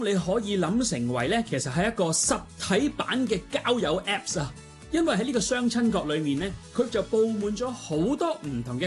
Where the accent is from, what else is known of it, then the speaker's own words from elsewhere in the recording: Hong Kong; now in Chengdu, China; 我作为一个香港人